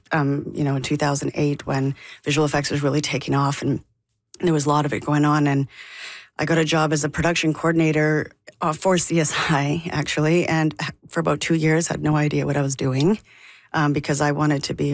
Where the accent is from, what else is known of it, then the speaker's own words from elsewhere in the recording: Calgary, Alberta, Canada; also born or lived in Jasper, Alberta; real Albertan. And I grew up half in Jasper and then on a farm or a ranch outside of Calgary for most of my life.